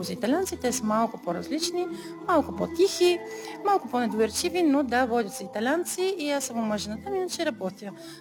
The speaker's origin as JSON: {"language": "Bulgarian", "town": "Sofia", "region": "Sofia City", "country": "Bulgaria", "accent": "Shop dialect", "said": "Аз съм шопкиня от София. Потеклото ми от 4 села, които имат съвсем различен диалект помежду си. Думи, които не съвпадат една с друга. Понякога не се разбира какво говорят едните, спрямо какво говорят другите. Но у дома се говори само на диалект. У дома книжовен език никога не е употребяван."}